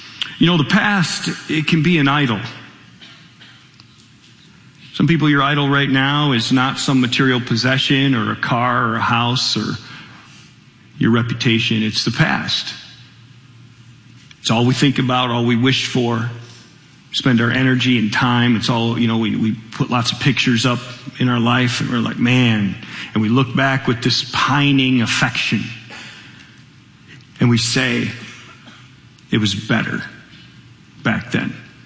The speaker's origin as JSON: {"language": "English", "region": "Michigan", "country": "United States", "tie": "born or raised there", "said": "When I was a kid, I grew up here in Michigan, for those that might be watching somewhere else."}